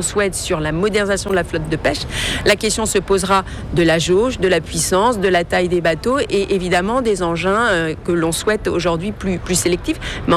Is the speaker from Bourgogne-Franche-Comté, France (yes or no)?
no; Brittany, France; je suis bretonne